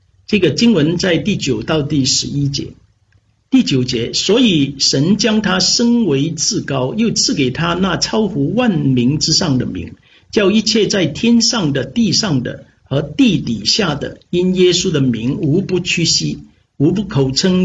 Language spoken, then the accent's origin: Chinese; Hong Kong; moved away as an adult; 我心里想我在香港长大，我一直都没有离开过香港